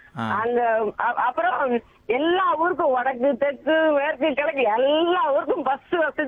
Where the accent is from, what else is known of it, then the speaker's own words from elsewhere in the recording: Alangulam, Tamil Nadu, India; now in Anna Nagar, India; நான் பிறந்த ஊர் வந்து தென்காசி மாவட்டம் ஆலங்குளம்.